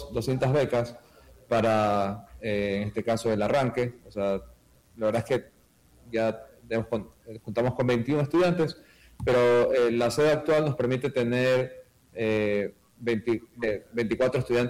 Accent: Guayaquil, Guayas, Ecuador; No, no, yo soy de Guayaquil, sí.

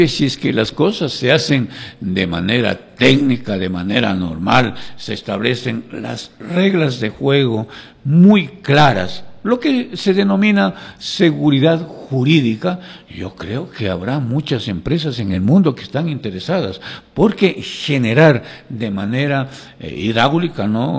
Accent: Ecuador; como ecuatoriano de a pie.

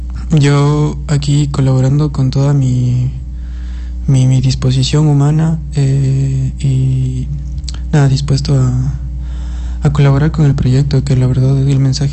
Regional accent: Quito, Pichincha, Ecuador; moved away as an adult; also born or lived in Cuenca, Ecuador; now in Macas, Ecuador; Sí, yo me crié en Quito, estoy en Cuenca

